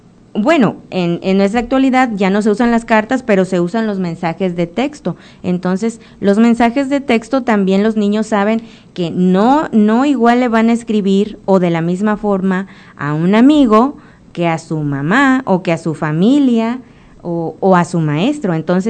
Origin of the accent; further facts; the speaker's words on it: Nayarit, Mexico; nuestra identidad como mexicanos y como nayaritas, por supuesto.